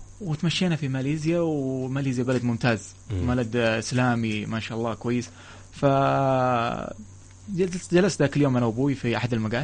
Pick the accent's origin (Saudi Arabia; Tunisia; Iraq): Saudi Arabia; also born or lived in Malaysia; نعم أنا طبعا تربيت في السعودية